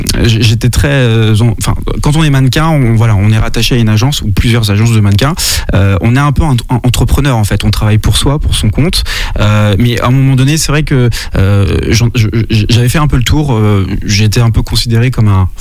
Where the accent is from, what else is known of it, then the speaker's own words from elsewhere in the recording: Les Sables-d'Olonne, Pays de la Loire, France; moved away as an adult; also born or lived in Bretignolles-sur-Mer / Luçon / La Roche-sur-Yon / Nantes; now in Châteauneuf, France; je suis né au Sable d'Olonne.